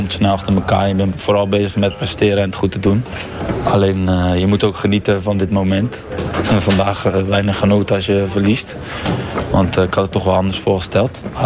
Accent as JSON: {"language": "Dutch", "country": "Netherlands", "said": "als Nederlander ga je daar gewoon in om te winnen. Ik zelf ook."}